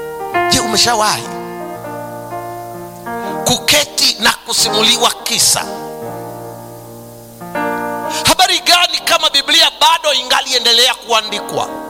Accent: Tanzania

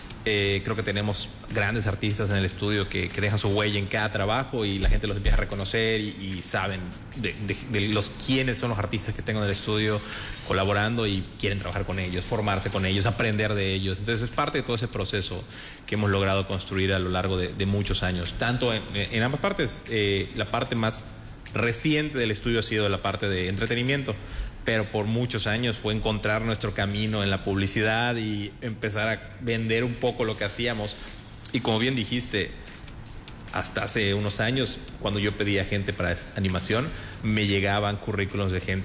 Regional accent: Yucatán, Mexico; No, sí soy yucateco.

